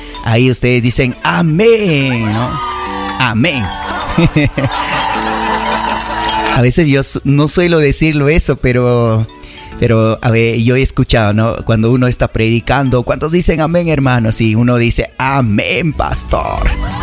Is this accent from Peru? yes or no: yes; Sierra Centro-Sur, Peru; Todo lo que somos parte de la Sierra Centro-Sur es una tierra muy hermosa, muy bendecida